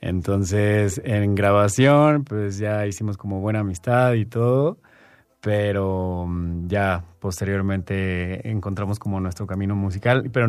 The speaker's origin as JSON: {"language": "Spanish", "country": "Mexico", "said": "aquí orgullosamente mexicano también."}